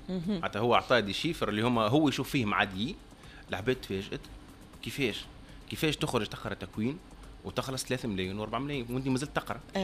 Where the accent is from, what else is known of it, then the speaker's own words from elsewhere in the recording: Tunisia; first language Arabic; واحنا التوانسه نتميزوا على الجنسيات الاخرى لان في سعى ندخلوا في المجتمع في سعى ننتجروا وعندنا لاكسون تاع اللغه دونك الفرنسي والانجلي تعاوننا برشا